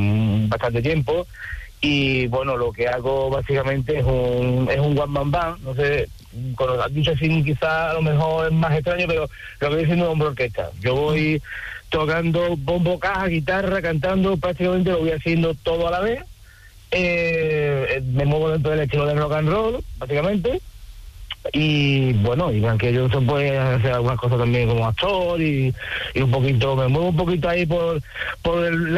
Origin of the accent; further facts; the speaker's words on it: Ronda, Andalusia, Spain; Pues mira, yo soy de Ronda.